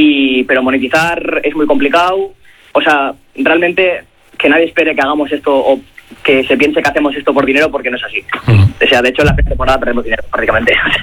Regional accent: Erandio, Basque Country, Spain; somos de Erandio

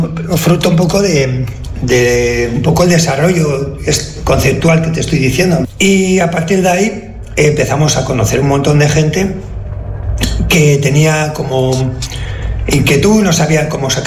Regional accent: Romo, Basque Country, Spain; Resulta que, bueno, yo soy de aquí, de Romo, y justo estamos en el Basti y la tienda que tenía estaba enfrente.

